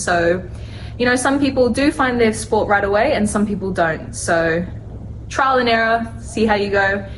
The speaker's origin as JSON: {"language": "English", "country": "Vanuatu", "tie": "born or raised there", "said": "Fun fact, my first sport growing up in Vanuatu was actually tennis, which I represented regionally, and I played for many years."}